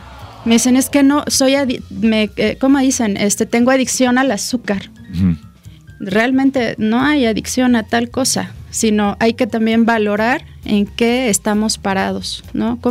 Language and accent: Spanish; Mexico; Somos mexicanos.